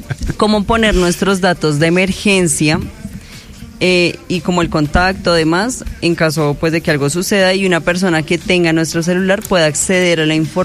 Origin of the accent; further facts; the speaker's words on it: Colombia; en mi país, en Colombia.